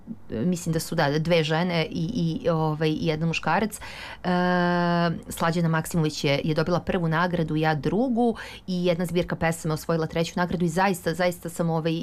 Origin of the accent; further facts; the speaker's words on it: Belgrade, Serbia; Pa Beograd jeste moj rodni grad i nekako mi je bilo nekako potpuno logično da smestim priču u Beogradu